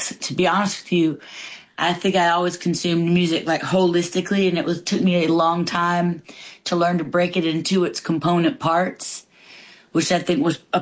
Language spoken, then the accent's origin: English; Nashville, Tennessee, United States; So I grew up in Nashville on 80s country and kind of, you know, soul, 80s soul